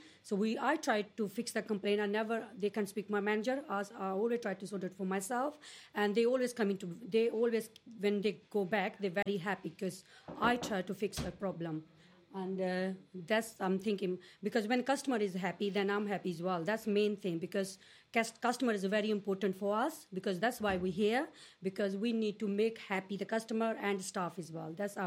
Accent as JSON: {"language": "English", "country": "India", "second_language": "English", "said": "I'm come from India. So when I apply the job here, I just normal."}